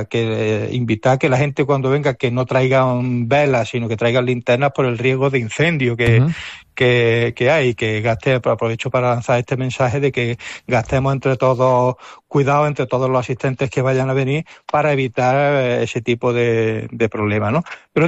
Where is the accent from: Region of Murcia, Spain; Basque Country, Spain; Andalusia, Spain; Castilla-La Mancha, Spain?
Andalusia, Spain; Archidona; a la gente de Archidona, a nosotros, a los vecinos, pues cuando, sobre todo cuando hemos vivido fuera